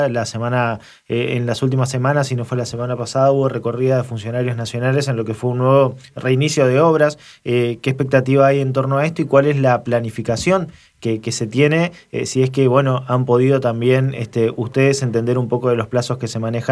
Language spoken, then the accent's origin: Spanish; Corrientes, Argentina; lo que nos genera a los correntinos